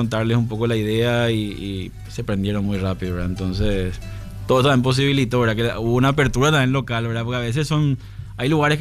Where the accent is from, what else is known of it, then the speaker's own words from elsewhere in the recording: Asunción, Paraguay; Nosotros, como vos bien decís, somos personas de fuera, ¿verdad? Somos de Asunción.